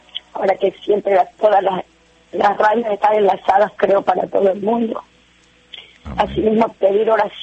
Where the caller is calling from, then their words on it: Portoviejo, Manabí, Ecuador; De Puerto Viejo, provincia de Manaví.